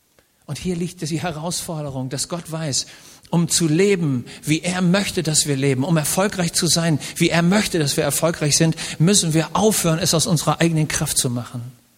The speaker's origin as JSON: {"language": "German", "region": "Schleswig-Holstein", "country": "Germany", "tie": "born or raised there", "said": "Ich komme aus Schleswig-Holstein. Und wenn ich in Eckernförde am Strand gesessen habe als Junge"}